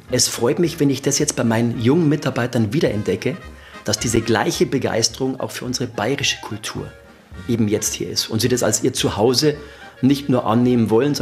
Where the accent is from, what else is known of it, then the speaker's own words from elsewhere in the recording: Bavaria, Germany; also born or lived in Bangkok; Ich bin geborener Niederbayer. Für mich war dann irgendwann der Punkt erreicht, wo ich gesagt habe, ich wollte wieder nach Hause.